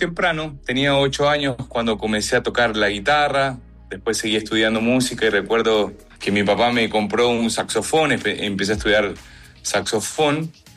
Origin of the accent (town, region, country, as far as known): Mendoza, Argentina; moved away as an adult; now in Miami, United States